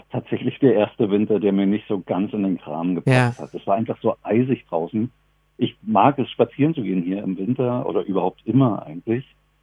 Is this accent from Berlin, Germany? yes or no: no; Dessau, Saxony-Anhalt, Germany; Nee, das war in Dessau, wo ich herkomme.